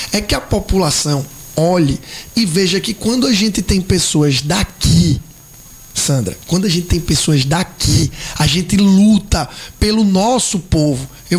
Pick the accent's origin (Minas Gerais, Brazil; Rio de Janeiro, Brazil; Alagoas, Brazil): Alagoas, Brazil; Penedo; eu sou de Penedo. Penedo faz divisa com Sergipe.